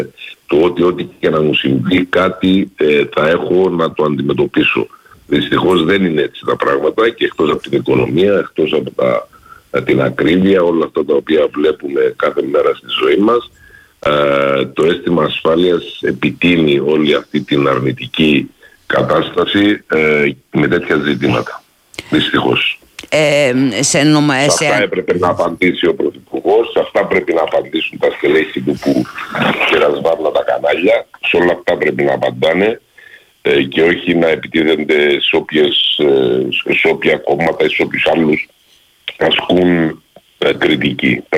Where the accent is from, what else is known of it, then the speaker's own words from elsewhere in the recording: South Aegean, Greece; Κατάγομαι από την Νότια Ρόδο